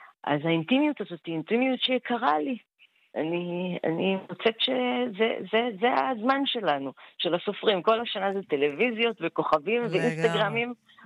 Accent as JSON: {"language": "Hebrew", "town": "Kfar Saba", "region": "Central District", "country": "Israel", "tie": "born or raised there", "said": "אני בתור נערה, ועוד קודם כילדה, בשבוע הספר בכפר סבא"}